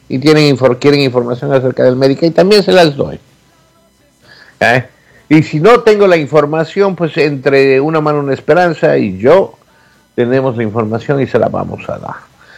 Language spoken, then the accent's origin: Spanish; Los Angeles, California, United States; now in Denver, United States; yo crecí, acuérdate, en Los Ángeles.